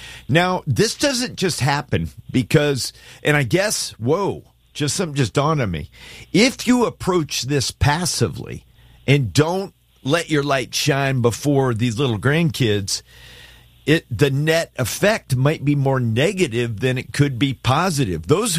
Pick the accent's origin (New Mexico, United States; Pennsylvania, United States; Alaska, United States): Alaska, United States; I was raised in Alaska. My dad and mom moved there before it was a state, before it even reached statehood.